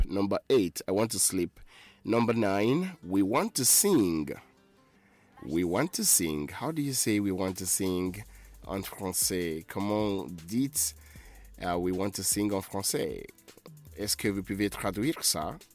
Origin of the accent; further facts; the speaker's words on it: Nigeria; Number one, I am a Nigerian. Number two, I am a student.